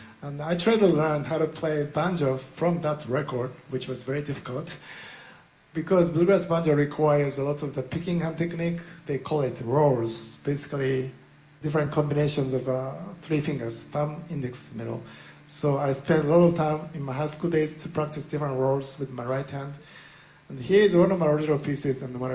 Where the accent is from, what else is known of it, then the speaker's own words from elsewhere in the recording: Japan; My dad found a used banjo at the thrift shop in my hometown in Japan.